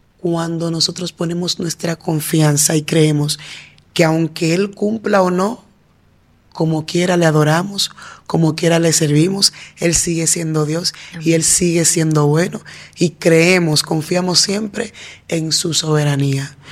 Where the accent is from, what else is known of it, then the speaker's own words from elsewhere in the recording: Villa Altagracia, San Cristóbal, Dominican Republic; Una joven que creció en una comunidad de Villa Altagracia, una comunidad batellana, se llama …. Ahí crecí y no es hasta que me casé que salí de la comunidad, aunque vivo en Villa Altagracia, pero ya fuera de mi comunidad.